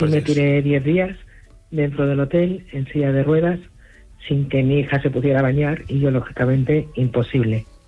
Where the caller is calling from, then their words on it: Valencia, Valencian Community, Spain; Hola, buenos días. … de Valencia.